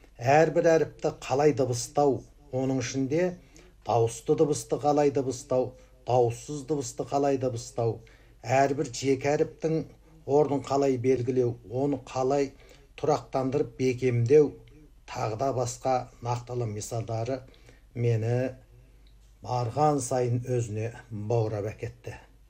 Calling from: Karamay, Xinjiang, China; мен Қарамайлы қаласында тұратын қарапайым тыңдарман ретінде өз лебізімді білдіре кетуді жөн көрдім.

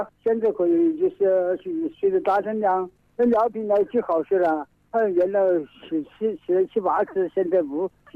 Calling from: Gong'an, Hubei, China; 我是公安县这个张连市乡的人。

